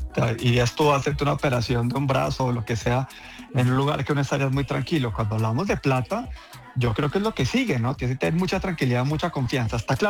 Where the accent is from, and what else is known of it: Colombia